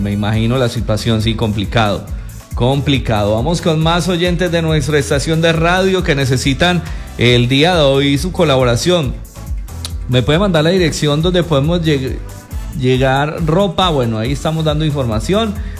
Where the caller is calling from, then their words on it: Obando, Valle del Cauca, Colombia; de Obando, acá en Obando necesitamos agua. No olviden a Obando, estamos sin agua.